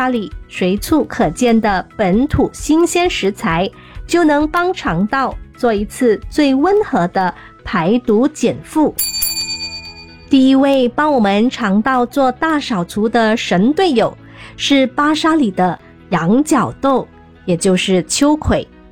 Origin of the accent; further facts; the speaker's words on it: Malaysia; 我们大马人